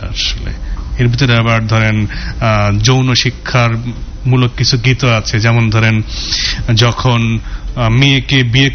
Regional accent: Rajshahi Division, Bangladesh; আমার আসলে শৈশব কৈশোর কেটেছে বগুড়ার একটি গ্রামে। আমার যখন জন্ম এবং শৈশব, সে সময় আমার গ্রামে বিদ্যুৎও ছিল না

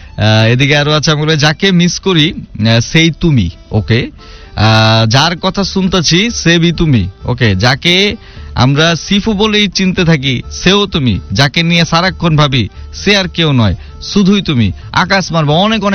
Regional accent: Dhaka, Dhaka Division, Bangladesh; accent: Dhakaiya; যেহেতু আমি ঢাকাইয়া

